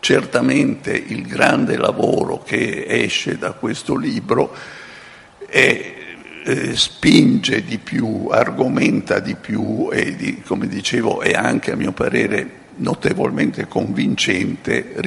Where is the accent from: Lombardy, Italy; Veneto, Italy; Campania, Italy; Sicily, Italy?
Veneto, Italy; born there; also born or lived in Schio; io sono nato proprio in quegli anni, cioè alla fine della guerra, e sono nato nel Veneto, dove le cose atroci erano di casa